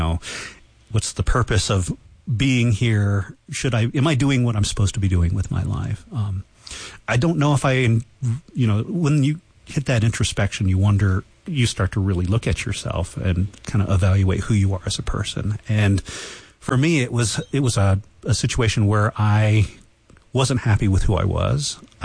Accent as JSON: {"language": "English", "region": "Colorado", "country": "United States", "tie": "born there", "also_born_or_lived": "St. Ignatius, Montana", "lives_now": "Gunnison, United States", "said": "I grew up on the Front Range for a little bit, and then I moved to Montana. I lived in a very small town"}